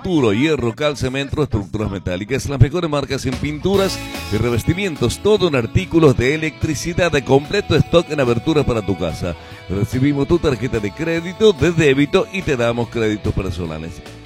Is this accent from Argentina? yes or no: yes; Argentina; somos buenos los argentinos